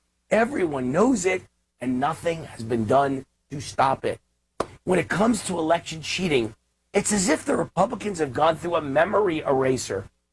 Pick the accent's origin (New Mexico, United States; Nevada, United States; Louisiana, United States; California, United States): Nevada, United States; Exhibit A is my home state of Nevada.